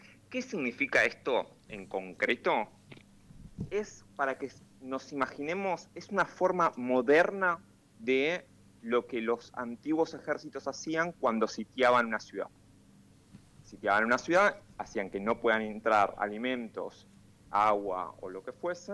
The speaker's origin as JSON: {"language": "Spanish", "region": "Buenos Aires", "country": "Argentina", "tie": "born or raised there", "moved": "yes", "lives_now": "Cuba", "said": "familia brasilera, que bueno, como se imaginarán, fueron migrantes de Portugal, y yo, por mi acento, se imaginarán, crecí en Buenos Aires."}